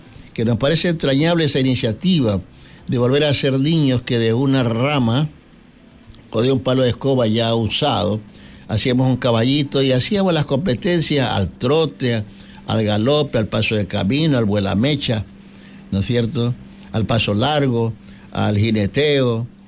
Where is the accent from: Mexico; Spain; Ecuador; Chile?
Ecuador; Manabí; born there; moved away; soy un campesino que salí de Tigre buscando la educación, buscando mejores oportunidades, y por acá estoy todavía